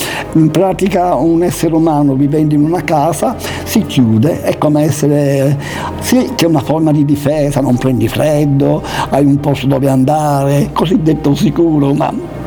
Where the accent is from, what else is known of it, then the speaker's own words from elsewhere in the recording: Palermo, Sicily, Italy; born there; A Palermo, in Sicilia, e ovviamente ho vissuto in collegio